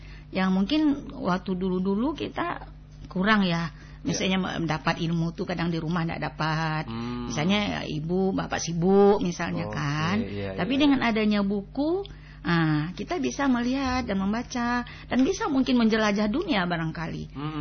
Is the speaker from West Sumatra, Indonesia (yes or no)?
yes; Padang, West Sumatra, Indonesia; also born or lived in Pariaman; now in Aceh Singkil, Indonesia; sampai sekolah perguruan tinggi juga di Padang. Di Padang.